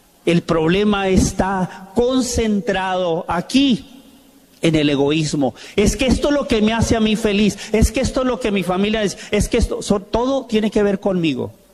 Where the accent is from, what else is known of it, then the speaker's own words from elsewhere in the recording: Tijuana, Baja California, Mexico; born there; also born or lived in Los Angeles, United States; Crecí solo ahí en Tijuana y en Los Ángeles, solo con mi mamá